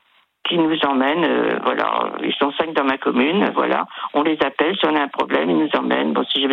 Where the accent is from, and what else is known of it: Brittany, France; born there; also born or lived in Centre region; now in Vendée, France